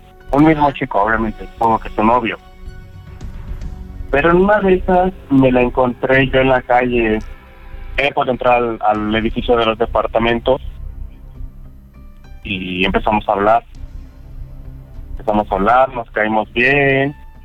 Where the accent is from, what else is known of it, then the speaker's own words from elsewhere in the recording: Iztapalapa, Mexico City, Mexico; Pues mira, más que nada mi confesión es que yo soy de Iztapalapa.